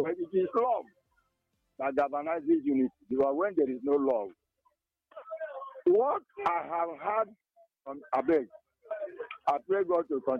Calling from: Abubra, Cross River, Nigeria; Yes, I call you from Abubra in Cross River Street.

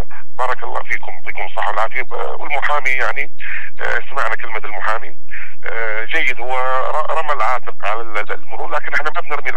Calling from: Yemen; عندنا في الجنوب

